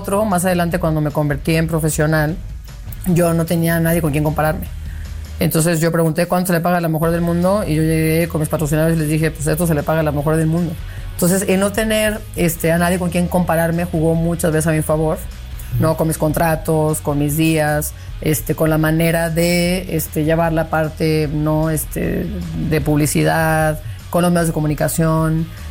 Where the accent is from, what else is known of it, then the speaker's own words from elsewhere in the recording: Mexico; moved away as an adult; una mexicana.